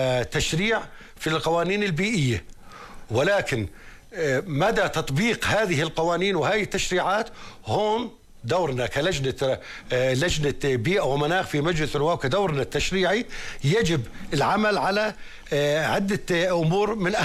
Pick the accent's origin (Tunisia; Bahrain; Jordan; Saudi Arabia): Jordan; نحن بالأردن